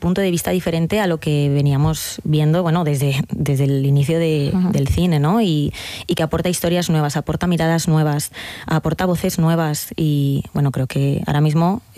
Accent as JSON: {"language": "Spanish", "town": "Madrid", "region": "Community of Madrid", "country": "Spain", "said": "Yo de Madrid."}